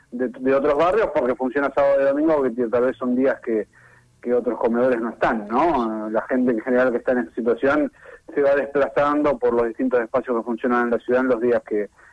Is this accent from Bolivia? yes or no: no; Argentina; Siempre tenemos chances, somos la última campeona del mundo, somos Argentina